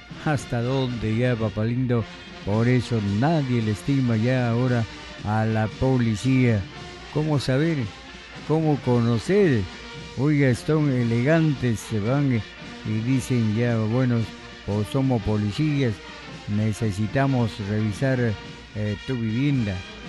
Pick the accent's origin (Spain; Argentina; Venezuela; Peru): Peru; Bienvenido a nuestra selva peruana, bienvenido a la región San Martín.